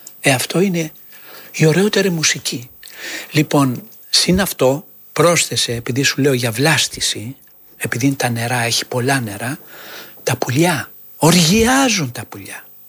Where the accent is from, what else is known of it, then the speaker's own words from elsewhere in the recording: Kallithea, Attica, Greece; born there; Εγώ γεννήθηκα εδώ, στην Καλλιθέα.